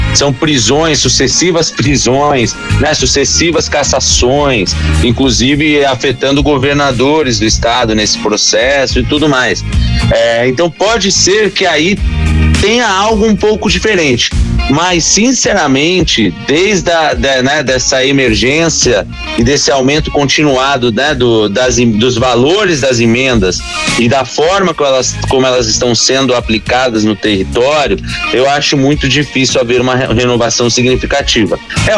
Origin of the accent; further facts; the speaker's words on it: São Paulo, Brazil; se eu comparo com São Paulo de onde eu sou